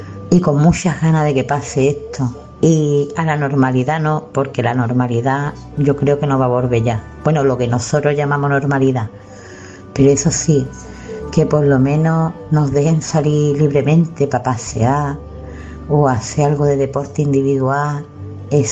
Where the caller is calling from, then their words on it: Jerez de la Frontera, Andalusia, Spain; Hablo desde Jerez de la Frontera.